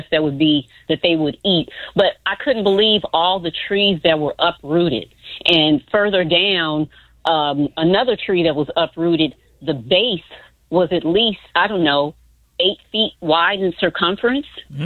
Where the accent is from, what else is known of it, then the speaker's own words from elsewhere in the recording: Chicago, Illinois, United States; I came from Bronzeville. Me and Matt lived a few weeks apart.